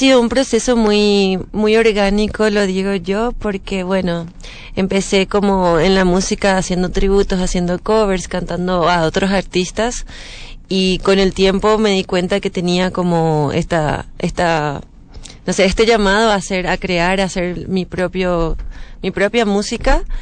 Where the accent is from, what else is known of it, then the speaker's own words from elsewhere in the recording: Paraguay; Yo creo que en la capital, en Asunción, estamos más influenciados por lo que pasa en Argentina